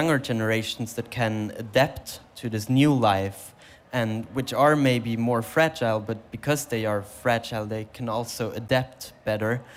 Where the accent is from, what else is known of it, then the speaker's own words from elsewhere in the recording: Zurich, Switzerland; English is a second language; As I'm Swiss and I grew up in Zurich, I usually speak to my friends and everyone in Swiss German. But my mother is German